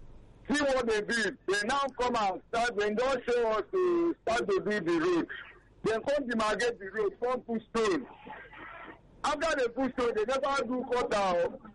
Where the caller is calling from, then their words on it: Ojo, Lagos, Nigeria; Please, I'm calling from Ojo local government.